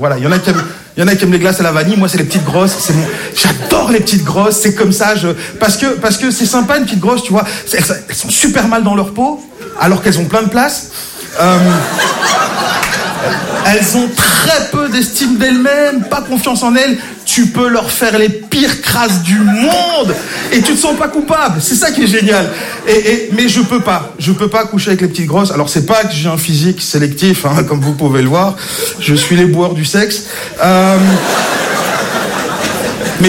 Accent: Belgium; Alors je viens de Belgique.

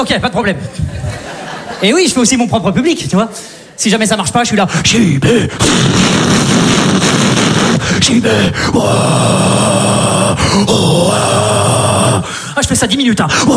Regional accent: Saint-Étienne, Auvergne-Rhône-Alpes, France

